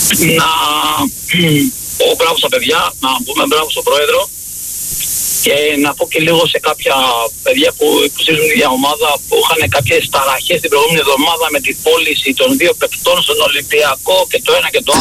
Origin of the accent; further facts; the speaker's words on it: Heraklion, Crete, Greece; now in Athens, Greece; καταρχήν. Είμαι από το Ηράκλειο.